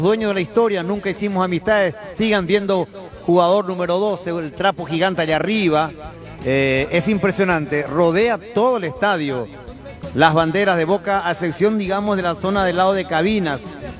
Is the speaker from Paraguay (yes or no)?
yes; Paraguay; hoy aquí estamos en Buenos Aires, cerca de nuestro país